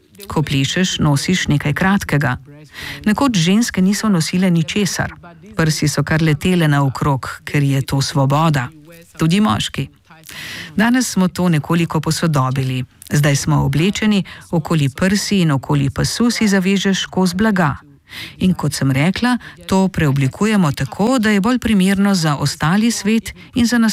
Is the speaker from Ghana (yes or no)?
yes; Ghana; Slovenian is a second language; Naslov povezujem z zasedbo, ker sem iz Gane. Jaz pojem afriško, oni igrajo. Jaz prinašam groove, oni to naredijo dostopno za Evropo, jaz pa za Afriko.